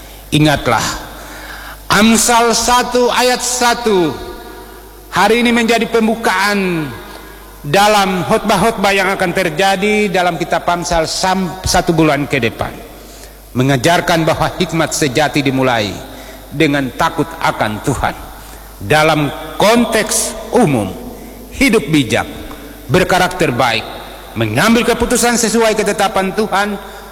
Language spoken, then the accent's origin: Indonesian; Papua, Indonesia; kita sendiri, orang Papua sendiri